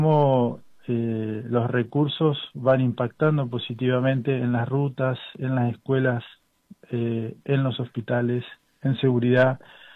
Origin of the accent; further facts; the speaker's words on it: Aluminé, Neuquén, Argentina; Yo soy un diputado del interior, específicamente de Aluminé.